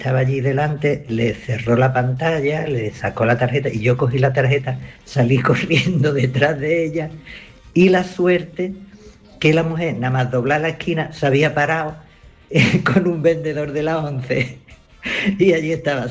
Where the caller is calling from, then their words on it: Málaga, Andalusia, Spain; desde Málaga.